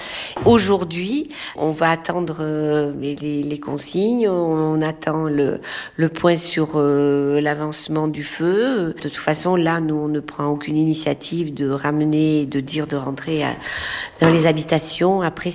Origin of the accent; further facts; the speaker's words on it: Parentis-en-Born, Nouvelle-Aquitaine, France; Moi, vous voyez, je suis originaire de Parentis. Je n'ai jamais vécu sur ma commune une situation pareille.